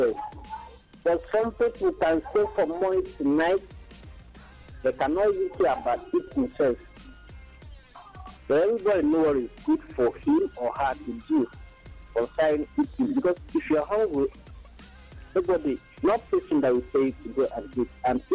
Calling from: Enugu, Enugu State, Nigeria; calling from Enugu.

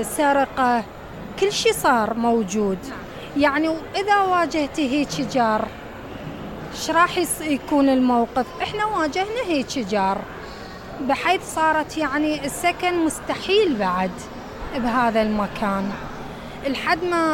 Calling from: Iraq; احنا الوضع صار عندنا بالعراق

